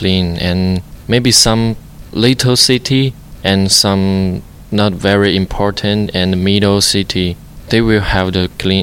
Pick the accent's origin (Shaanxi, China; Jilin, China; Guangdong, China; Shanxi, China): Jilin, China; Yanji; English is a second language; now in United States; I'm from the Yanji and the city from Jilin. That place is the and northern. Our known for the different language because we have the Korean people and the rice.